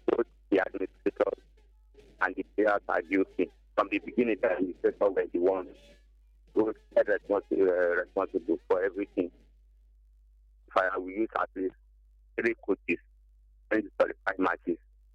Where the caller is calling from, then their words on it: Lagos, Nigeria; calling from Ajegunle.